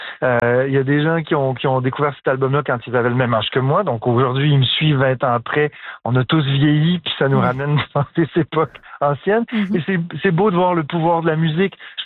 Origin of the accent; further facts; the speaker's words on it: Ottawa, Ontario, Canada; puis en plus j'ai grandi à Ottawa, donc j'ai vu la communauté franco-ontarienne se battre à certaines époques pour garder leurs droits.